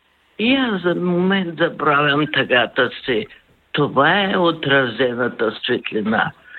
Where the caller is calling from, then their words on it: Varna, Varna Province, Bulgaria; Обажда се … от Варна.